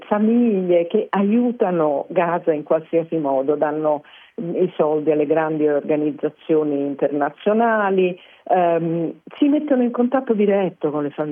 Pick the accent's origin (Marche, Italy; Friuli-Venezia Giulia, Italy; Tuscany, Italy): Friuli-Venezia Giulia, Italy; Tolmezzo; Beh, insomma, vengo da Tolmezzo